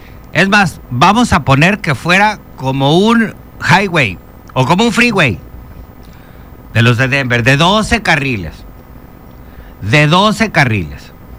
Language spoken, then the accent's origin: Spanish; Chetumal, Quintana Roo, Mexico; Todos chetumaleños.